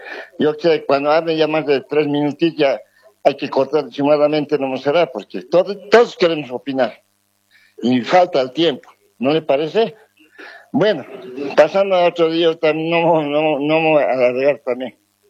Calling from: Cochabamba, Bolivia; de Cochabamba

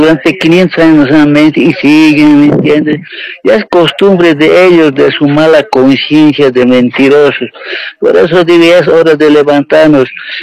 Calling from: Bolivia; Estoy llamando desde Huichicoya, Alta Avenida Evo Morales Ayma.

